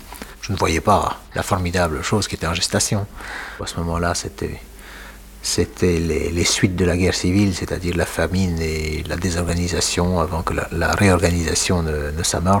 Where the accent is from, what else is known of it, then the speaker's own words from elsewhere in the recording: Brussels, Belgium; born there; also born or lived in Paris; D'abord à Paris, puis à Bruxelles, où ma mère avait fait ses études avant la guerre. Et c'est comme ça que j'ai été élevé en Belgique.